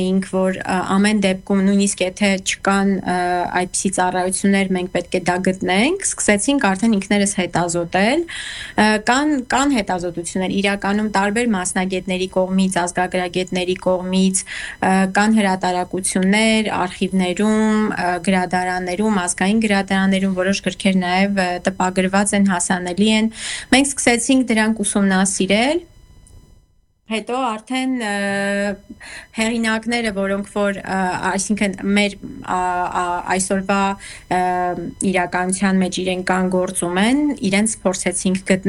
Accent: Goris, Syunik, Armenia; born there; որովհետև ես ծնունդով Գորիսից եմ և մեր ընտանիքում շատ ընդունված է եղել երգը

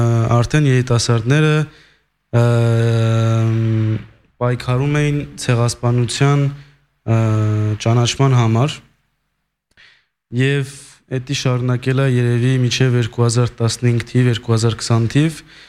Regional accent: Lyon, Auvergne-Rhône-Alpes, France; ես Լյոնից եմ, Լյոնից մի կես ժամ կամ մի քաղաք Վիեն

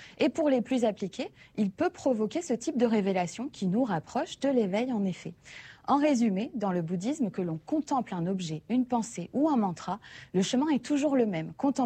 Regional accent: Réunion; c'est un peu une culture chez nous en Outre-mer.

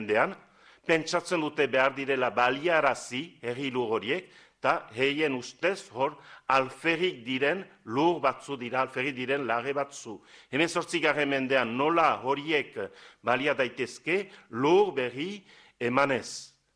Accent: Estérençuby, Nouvelle-Aquitaine, France; Bon, ni Estrentzubikoa naiz, eta badakit gure herrian, laborarien artean

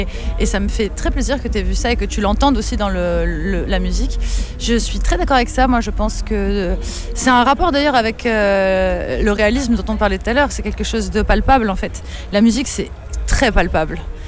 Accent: Grasse, Provence-Alpes-Côte d'Azur, France; moved away as an adult; now in Paris, France; J'ai grandi là-bas. Maintenant, je suis à Paris. Parce qu'on n'a rien sans rien. Mais ouais, j'ai grandi dans le sud.

